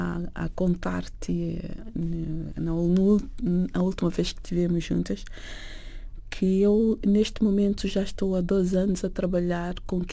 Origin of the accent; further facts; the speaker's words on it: Mozambique; born there; Nós somos do Movimento das Artes de Moçambique desde miúdas.